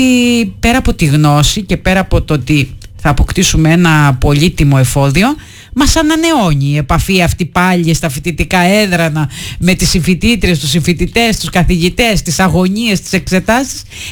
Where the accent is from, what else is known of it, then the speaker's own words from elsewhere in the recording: Crete, Greece; Είμαι Κρητικιά, είμαι από νησί, δεν θα μπορούσα να ζήσω ποτέ κάπου που δεν έχει θάλασσα